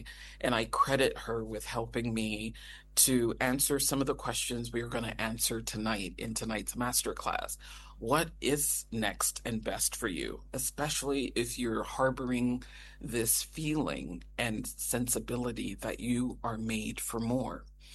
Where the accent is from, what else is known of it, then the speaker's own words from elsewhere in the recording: Ghana; also born or lived in United States; Formative years of my life were spent in the US, and I'm from Ghana